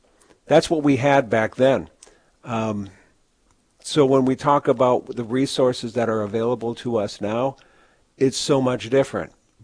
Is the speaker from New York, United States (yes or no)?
no; St. Paul, Minnesota, United States; I was born and raised in St. Paul. I was the youngest of five